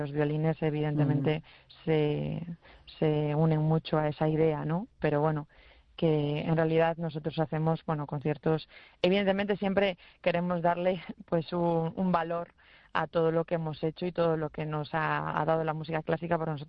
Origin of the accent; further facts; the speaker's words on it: Vigo, Galicia, Spain; yo soy de Vigo